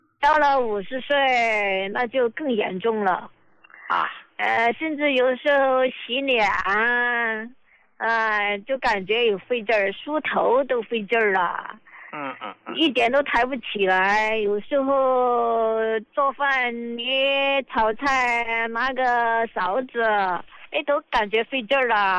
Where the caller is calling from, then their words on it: Chongqing, China; 我是重庆这边的患者